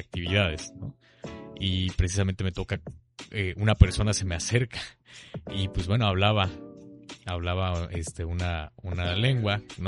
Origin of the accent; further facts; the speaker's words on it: Mexico; como mexicanos hablamos español, pero bueno, nuestra lengua pues es otra, ¿no? O sea, el náhuatl